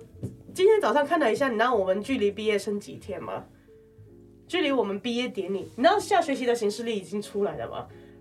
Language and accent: Chinese; Hong Kong; now in Taiwan; 因为我是香港人嘛